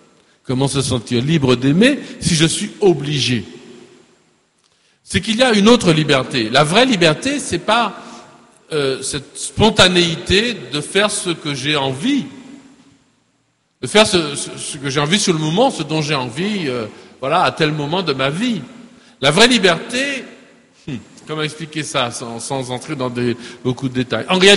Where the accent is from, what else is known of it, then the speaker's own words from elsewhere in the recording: Martinique; Je suis un Martiniquais, je suis librement un Martiniquais.